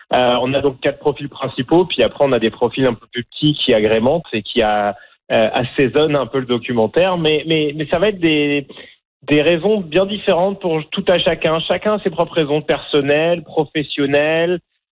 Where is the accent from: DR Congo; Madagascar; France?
France; accent: French of France; moved away as an adult; now in Canada; j'ai pas l'accent franco-canadien typique. J'ai un accent français de France. Pourtant, ça va faire 20 ans, plus de 20 ans que je vis au Canada